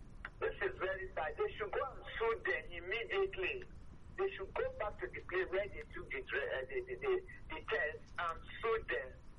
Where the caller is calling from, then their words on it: Ogun, Nigeria; I'm calling from Ogun State.